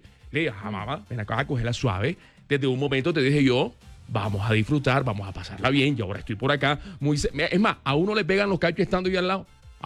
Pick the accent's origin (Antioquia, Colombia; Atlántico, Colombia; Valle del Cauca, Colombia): Atlántico, Colombia; Barranquilla; moved away; Cuando me vine de Barranquilla...